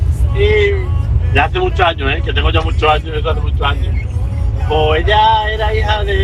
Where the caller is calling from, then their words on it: La Zarza, Spain; Yo soy de la zarza, Yo no tengo problema de decir dónde soy.